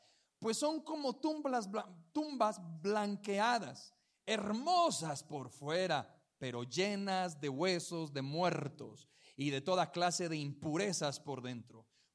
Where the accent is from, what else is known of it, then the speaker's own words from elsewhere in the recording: Colombia; No somos, somos colombianos. Dios nos bendice por ser colombianos, ¿o no?